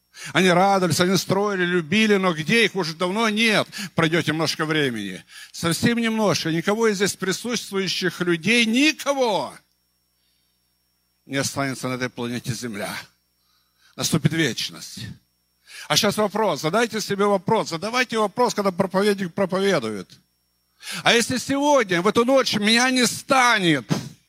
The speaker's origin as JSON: {"language": "Russian", "town": "Anapa", "region": "Krasnodar Krai", "country": "Russia", "tie": "born or raised there", "said": "родной город Анапа Краснодарского края, откуда я родом."}